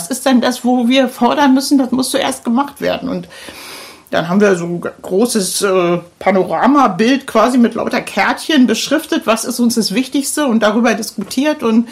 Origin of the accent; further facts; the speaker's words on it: Berlin, Germany; ich komme aus dem Stadtbezirk Pankow